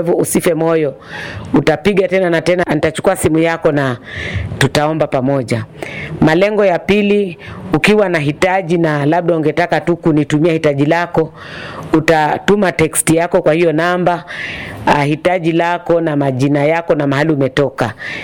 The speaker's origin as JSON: {"language": "Swahili", "town": "Katoloni", "region": "Machakos County", "country": "Kenya", "said": "natoka Machakos County, mahali kunaitwa Katoloni na stage inaitwa 240."}